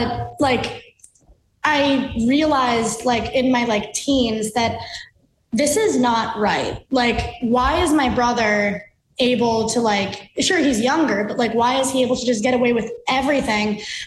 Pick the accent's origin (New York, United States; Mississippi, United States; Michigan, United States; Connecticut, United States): New York, United States; New York City; born there; my parents are from Bangladesh. Like, I was born in Queens